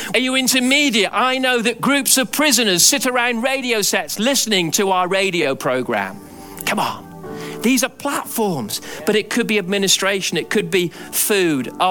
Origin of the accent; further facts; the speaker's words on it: England, United Kingdom; I'm English.